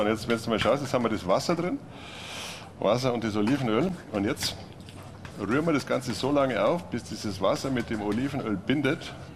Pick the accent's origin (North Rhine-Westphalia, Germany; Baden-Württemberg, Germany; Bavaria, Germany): Bavaria, Germany; moved away as an adult; now in Dresden, Germany; Ich komme aus Bayern, komme aus dem Bayerischen Wald, am Rand vom Bayerischen Wald und bin jetzt mittlerweile seit 31 Jahren hier in Dresden auch.